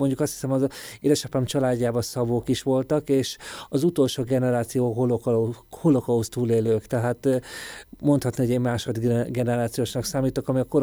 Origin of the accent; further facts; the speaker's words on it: Budapest, Hungary; born there; én egy tipikus 8. kerületi zsidó családba születtem bele, ahol mind apai, mind anyai ágon teljes mértékben mindenki zsidó volt. A szüleim kifejezetten abban a 8. kerületi kereskedő és művész negyedbe születtek, a Lujza utca